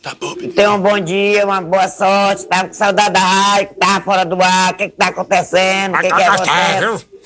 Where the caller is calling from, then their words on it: Jardim Novo, Brazil; da Fazenda Brasileira, em Jardim Novo.